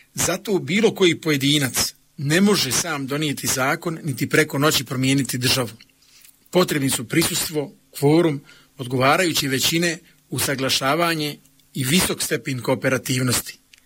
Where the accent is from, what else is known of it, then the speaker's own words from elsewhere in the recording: Gračanica, Federation of Bosnia and Herzegovina, Bosnia & Herzegovina; born there; Rođen sam i živim u Gračanici, oženjen sam i otac dvojici sinova.